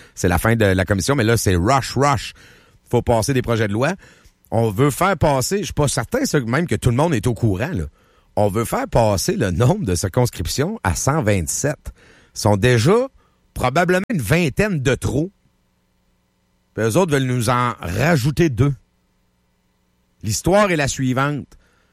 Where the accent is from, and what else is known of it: Quebec, Canada